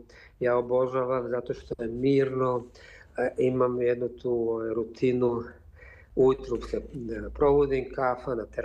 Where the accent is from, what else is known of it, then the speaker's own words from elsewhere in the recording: Bihać, Federation of Bosnia and Herzegovina, Bosnia & Herzegovina; ja sam ja rodom iz Bihaća, iz Bosne i Hercegovine